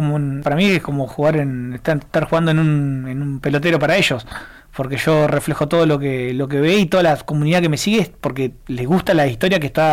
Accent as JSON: {"language": "Spanish", "country": "Argentina", "said": "de donde soy yo, para ir hasta la capital de Buenos Aires, tenés que ir a vivir"}